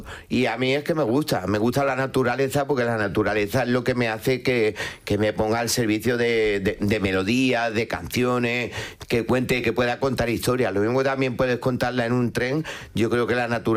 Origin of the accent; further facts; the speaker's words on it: Granada, Andalusia, Spain; Granada, de mi tierra